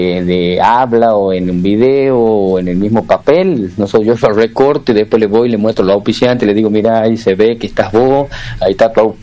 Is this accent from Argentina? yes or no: yes; Concepción, Argentina; ya todos somos de Concepción, todos sus hijos viven en Concepción, salvo mi hermana que se volvió a Santa Fe, la mayor, pero todos seguimos en Concepción